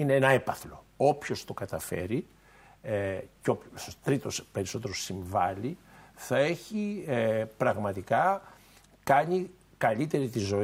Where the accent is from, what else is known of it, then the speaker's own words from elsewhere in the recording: Greece; Ως Έλληνας διπλωμάτης